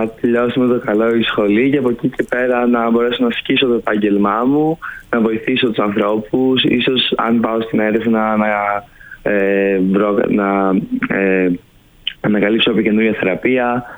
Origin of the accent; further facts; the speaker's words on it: Thessaloniki, Central Macedonia, Greece; Είμαι από τη Θεσσαλονίκη.